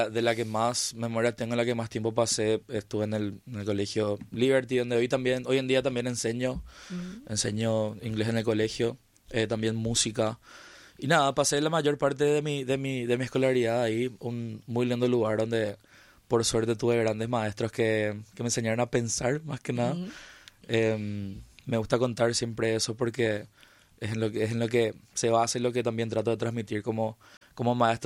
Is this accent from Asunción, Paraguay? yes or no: yes; Asunción, Paraguay; soy de Asunción, nací acá, me crié acá, aunque me encanta mucho moverme por todas partes.